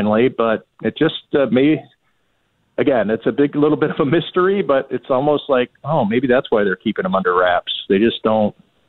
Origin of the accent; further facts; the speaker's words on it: Buffalo, New York, United States; I can speak the language. I'm fluent in Buffalo because I grew up – you know, it's like I guess if I grew up in Montreal and I went to Paris.